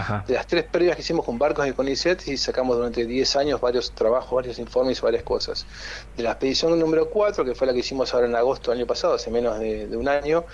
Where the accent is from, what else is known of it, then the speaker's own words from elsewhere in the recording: Argentina; competitivos somos de argentinos